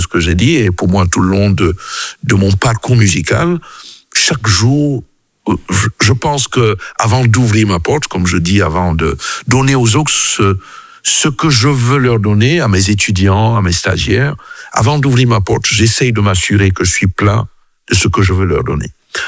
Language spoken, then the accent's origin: French; Cameroon; first language French; moved away as an adult; mes parents, alors qu'on a grandi au Cameroun jusqu'à nos 18-19 ans, devaient dire à nos tantes, nos oncles, non, ne leur parlez pas notre langue maternelle, parce qu'ils doivent parler le mieux le français possible.